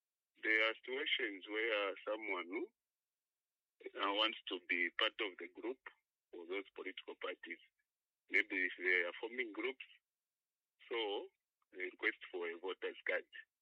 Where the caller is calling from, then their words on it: Zambia; calling you from Mundala.